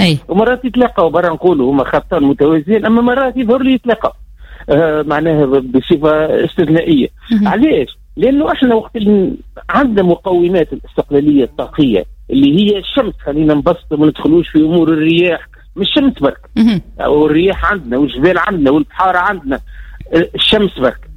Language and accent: Arabic; Tunisia